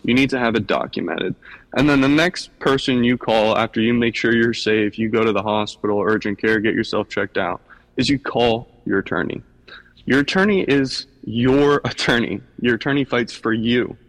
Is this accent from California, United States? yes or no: no; Stuart, Florida, United States; I grew up here in Stuart, Florida, Palm City, Florida, Martin County.